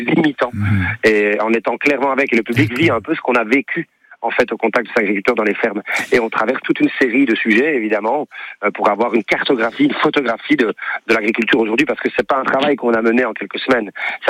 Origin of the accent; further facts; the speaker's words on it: Belgium; Oui, oui, on est belge. Toute l'équipe de tournée ici avec nous, on est tous belges, oui, tout à fait.